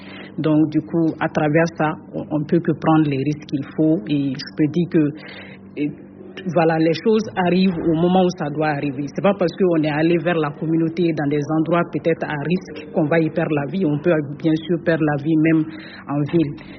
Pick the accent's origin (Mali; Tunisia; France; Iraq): Mali